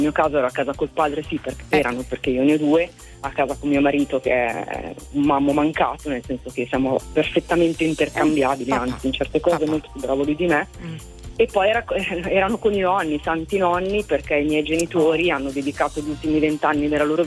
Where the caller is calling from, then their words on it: Settimo Milanese, Lombardy, Italy; Da Settimo Milanese.